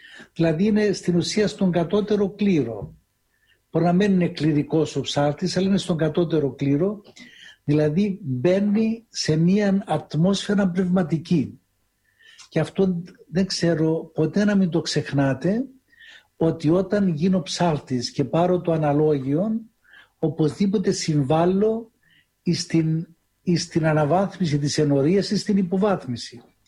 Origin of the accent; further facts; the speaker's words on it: Famagusta District, Cyprus; moved away as an adult; now in Mount Athos, Greece; πήγαινα μόνος μου εγώ από το χωριό μου σε μια κομμόπολη στο Λευκόνικο, έτσι λεγόταν